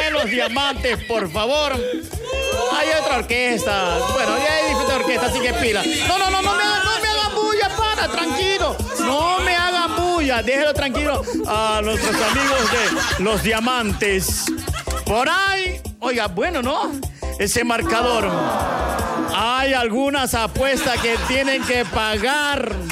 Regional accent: Ecuador; Claro, como buenos ecuatorianos que somos.

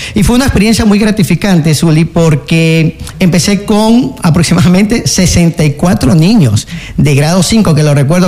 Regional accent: La Libertad, Santa Elena, Ecuador; born there; Soy residente del Cantón La Libertad de nacimiento, mejor dicho. Nací en La Libertad un 28 de junio del 83. Tengo 43 años de edad

